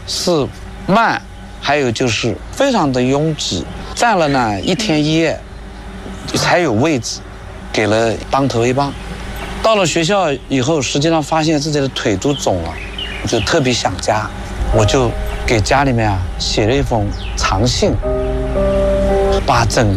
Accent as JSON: {"language": "Chinese", "town": "Jingjiang", "region": "Jiangsu", "country": "China", "tie": "born or raised there", "said": "我出生在江苏靖江的一个农村家庭，因为我们老家交通不怎么方便，只有一条公路从乡镇穿过县城然后到江边，就被长江阻断了"}